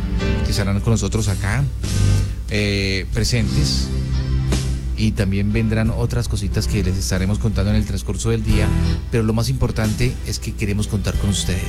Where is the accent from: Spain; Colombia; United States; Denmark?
Colombia; Llanos Orientales; Oiga, espectacular mi cielo en los Llanos Orientales. Cada día me enamoro más de mi tierra, de mi gente.